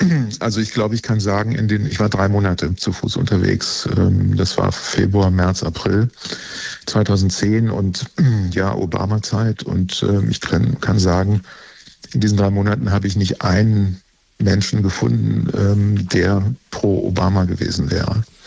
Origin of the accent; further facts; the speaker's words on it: Hesse, Germany; now in Berlin, Germany; Ja, hallo aus Berlin nach Hessen in mein Heimatland.